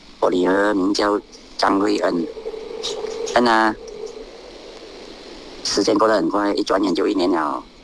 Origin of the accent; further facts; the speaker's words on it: Kuala Krai, Kelantan, Malaysia; 我是来自吉兰丹州瓜拉吉来的